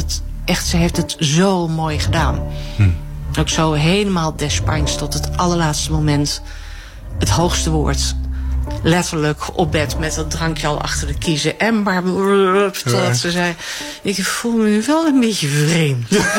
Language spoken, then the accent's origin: Dutch; Harderwijk, Gelderland, Netherlands; Ik ben atheïstisch opgevoed in Harderwijk. Maar de God van Harderwijk regeerde daar als een gek.